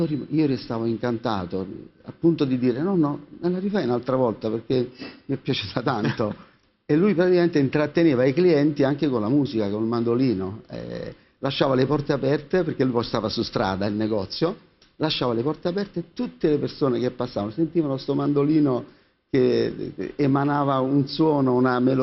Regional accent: Naples, Campania, Italy; io sono un uomo del sud, sono un napoletano

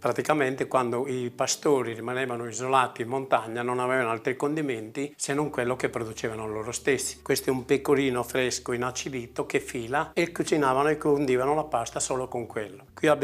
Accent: Oliena, Sardinia, Italy; moved away; quando mi parlano di Oliena mi vengono le lacrime agli occhi, perché è il mio paese.

